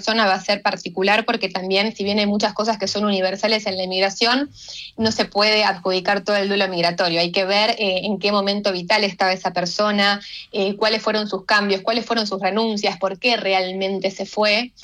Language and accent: Spanish; Argentina; now in Madrid, Spain; Soy de Argentina, efectivamente, uh-huh, uh-huh, pero vivo en Madrid hace 8 años casi.